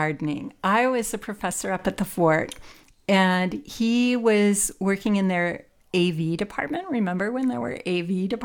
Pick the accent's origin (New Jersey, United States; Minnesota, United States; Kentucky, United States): Kentucky, United States; But I grew up in Western Kentucky, and you don't amend